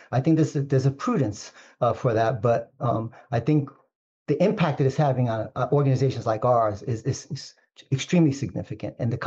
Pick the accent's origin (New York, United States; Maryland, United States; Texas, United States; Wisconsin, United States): New York, United States; New York City; I grew up poor in East Harlem because we just didn't have the means, right?